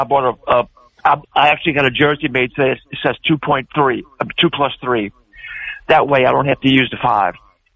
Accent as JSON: {"language": "English", "town": "New Orleans", "region": "Louisiana", "country": "United States", "said": "I'm from New Orleans. My father was All-American at LSU, so I'm a big LSU fan."}